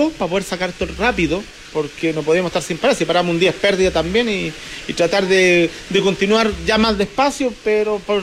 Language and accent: Spanish; Chile; Y lo demás ya, como todo chileno... pyme, mi microempresario, dándole todos los días, ¿no?